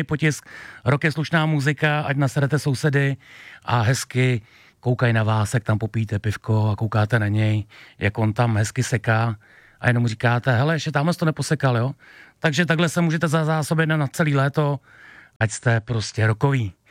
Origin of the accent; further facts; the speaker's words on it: Opatovice, Pardubice Region, Czechia; Moje Opatovice, to jsou vesnice, takže to tam není